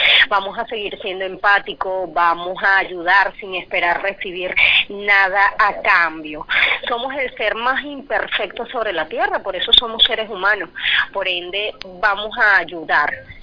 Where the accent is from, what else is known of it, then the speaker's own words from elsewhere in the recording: Los Llanos, Venezuela; Yo 100% llanera